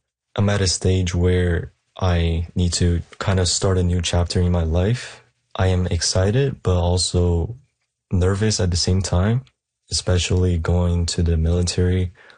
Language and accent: English; Toronto, Ontario, Canada; I am 18 years old and I'm from Toronto.